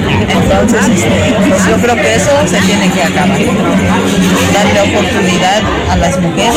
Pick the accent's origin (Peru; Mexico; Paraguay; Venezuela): Mexico; Tenejapa, Chiapas; first language Tzeltal; Spanish is a second language; now in San Cristóbal de las Casas, Mexico; De San Cristóbal, soy origen de Tenejapa